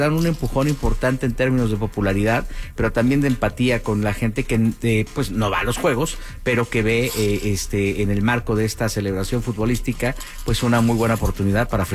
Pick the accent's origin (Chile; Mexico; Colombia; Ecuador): Mexico; Y a disfrutarlos mucho como mexicano